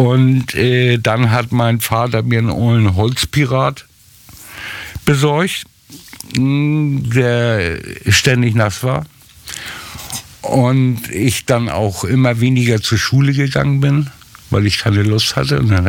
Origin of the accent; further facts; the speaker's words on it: Blankenese, Hamburg, Germany; Ich bin, warum auch immer, in Blankenese groß geworden. Bin natürlich zur Grundschule da gegangen.